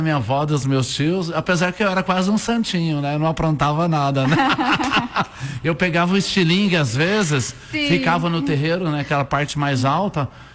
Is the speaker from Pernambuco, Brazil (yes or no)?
no; Caetité, Bahia, Brazil; now in São Paulo, Brazil; Sou natural de Caetité mesmo. Uhum. Nasci na Lagoa da Moleca, né, Lourdes? E fui criado na Barrinha.